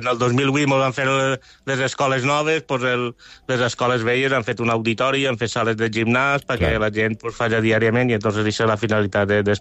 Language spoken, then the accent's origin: Catalan; Valencian Community, Spain; com som valencians